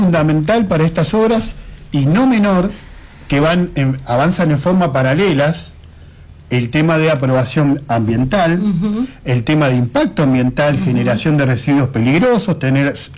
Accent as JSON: {"language": "Spanish", "region": "Neuquén", "country": "Argentina", "said": "Soy vecino, soy neuquino"}